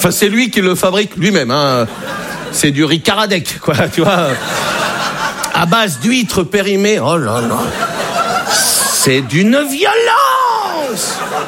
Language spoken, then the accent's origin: French; Brittany, France; Je suis breton. Moi, j'ai été accepté en Bretagne.